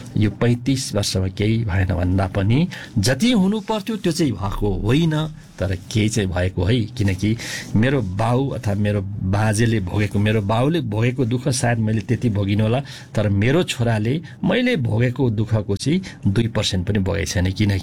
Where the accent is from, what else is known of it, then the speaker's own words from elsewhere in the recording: Ilam district, Koshi Province, Nepal; moved away; यो पुल चाहिँ मेरो गाउँ, मेरो जन्मस्थान र सुलबुङलाई जोड्ने, अर्थात् इलाम सदरमुकाम जानुपर्दा पहिला हामी यही पुल तरेर चाहिँ इलाम जानुपर्थ्यो।